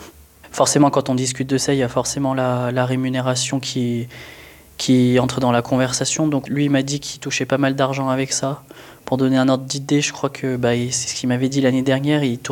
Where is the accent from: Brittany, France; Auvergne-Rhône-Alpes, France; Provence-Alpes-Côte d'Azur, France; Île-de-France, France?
Auvergne-Rhône-Alpes, France; Lyon; j'ai 23 ans, je suis originaire de Lyon